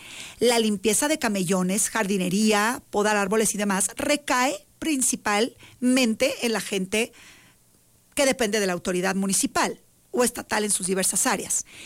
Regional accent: Mexico; Somos mexicanos

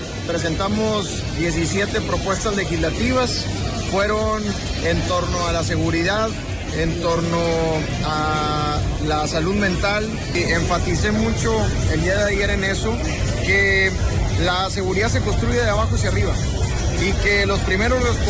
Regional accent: Villa Unión, Coahuila, Mexico; Yo soy de Villa Unión, Coahuila, un pueblo que en el 2019 fue atacado

